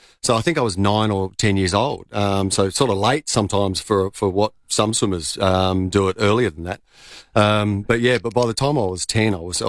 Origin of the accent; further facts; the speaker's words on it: Modbury, South Australia, Australia; Modbury I grew up in, yeah. So okay. I was a Clovercrest Swim School graduate from many years ago.